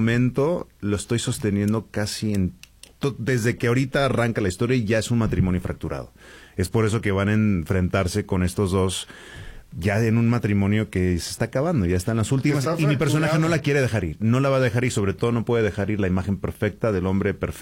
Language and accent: Spanish; San Miguel de Allende, Guanajuato, Mexico; Yo soy de San Miguel de Allende, de Guanajuato